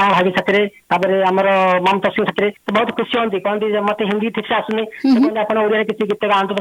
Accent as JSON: {"language": "Odia", "region": "Odisha", "country": "India", "said": "ମୁଁ ଓଡ଼ିଶାର ଗୋଟାଏ ଲୋକ"}